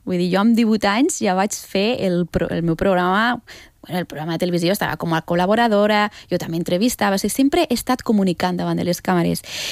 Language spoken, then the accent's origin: Catalan; Catalonia, Spain; born there; I soc catalana, de cor, perquè jo he nascut aquí.